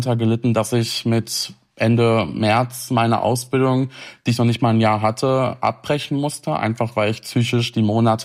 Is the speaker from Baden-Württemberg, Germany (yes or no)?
no; Saxony-Anhalt, Germany; ich komme ja aus dem Saalekreis, hier ist das Leunawerk, das Chemiewerk